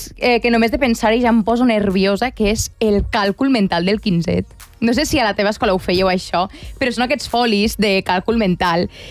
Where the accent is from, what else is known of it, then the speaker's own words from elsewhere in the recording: Catalonia, Spain; els catalans ja venim emocionalment preparats per a aquestes coses.